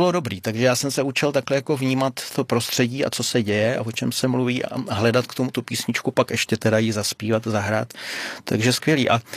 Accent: Trhový Štěpánov, Central Bohemian Region, Czechia; Pocházím z Trhovýho Štěpánova, tam je církev bratrská, nebo byla v té době.

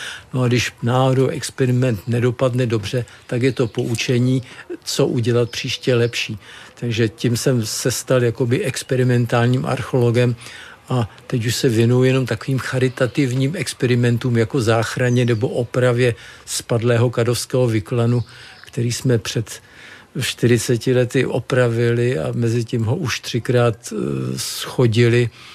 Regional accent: Strakonice, South Bohemian Region, Czechia; Tak jsem vyrostl ve Strakonicích v podstatě 300 metrů odtud je nemocnice, kde jsem se narodil, na druhou stranu 300 metrů je dům, kde jsem s rodiči do 20 let žil.

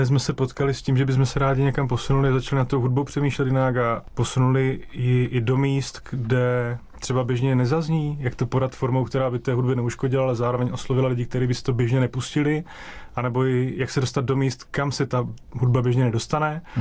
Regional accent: Strážnice, South Moravian Region, Czechia; moved away; já pocházím ze Strážnice, tam má folklor velkou tradici, každoročně je tam pořádaný mezinárodní folklorní festival na konci června, takže to je můj kořen a mé zázemí.

